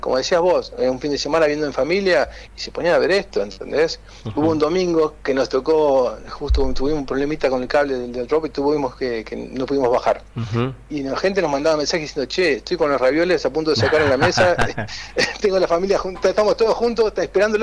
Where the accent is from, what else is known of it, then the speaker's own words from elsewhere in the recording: Argentina; competitivos somos de Argentina